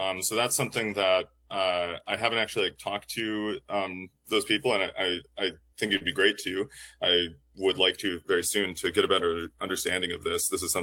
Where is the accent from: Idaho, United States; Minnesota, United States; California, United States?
Minnesota, United States; Duluth; I can tell you about a story from my hometown, Duluth, Minnesota.